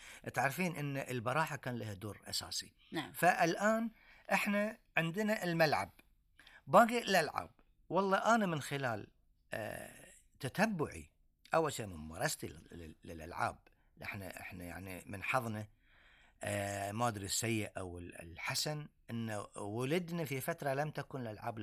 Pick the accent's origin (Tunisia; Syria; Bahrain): Bahrain